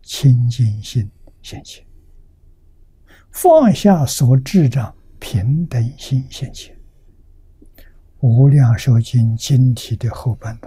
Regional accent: China; 我们中国人算虚岁，外国人讲十足年龄

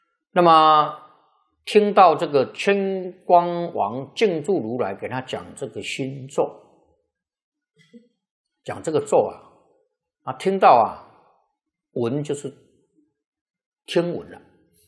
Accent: Taiwan

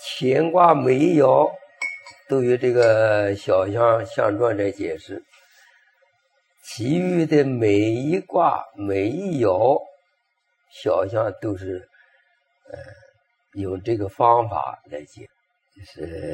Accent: Taiwan; 我们台湾人在这个当教授的一个张令征啊

